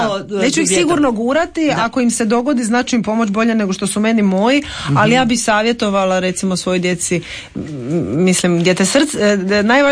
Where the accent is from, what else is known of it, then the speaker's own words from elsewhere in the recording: Zadar, Zadar County, Croatia; accent: Zadar soft L; Zadrani imaju najspecifičnije to meko L. Imamo to L. Imamo to meko L, po kojem smo prepoznatljivi